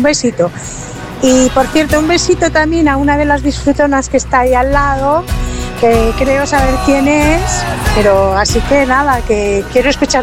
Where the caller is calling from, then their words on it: Cantabria, Spain; de Cantabria.